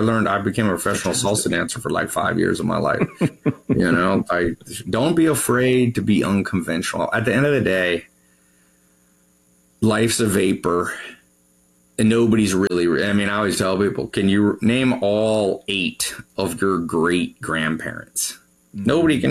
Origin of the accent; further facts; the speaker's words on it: United States; born there; I was born in America. I'm patriotic to America.